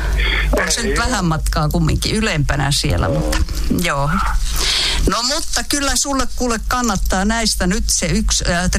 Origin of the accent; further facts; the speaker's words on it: Ostrobothnia, Finland; accent: Ostrobothnian; No mä puhun pohjalaista. En siis tämmöistä, mä puhun samanlaista, kun puhutaan tuolla, sanotaanko nyt Kokkola. Paikkeilla.